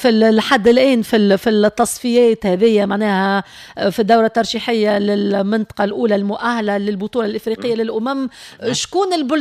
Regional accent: Menzel Temim, Nabeul Governorate, Tunisia; بنت الوطن القبلي بنت منزل تميم

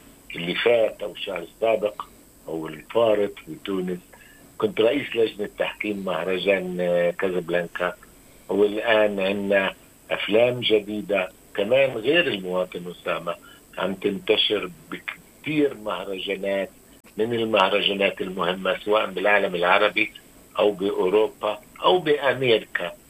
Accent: Gaza, Gaza Strip, Palestine; moved away; كفلسطيني وأنا من مواليد غزة، أنا ابن غزة وأهلي كلهم بغزة

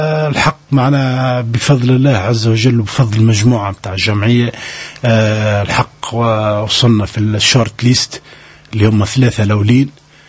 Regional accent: Tunisia; احنا في تونس

